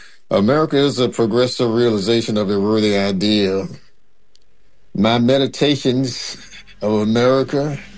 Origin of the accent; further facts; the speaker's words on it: Savannah, Georgia, United States; I was born and raised here in Lady Street, Savannah, Georgia, November 20, 1945, in the Charity Hospital.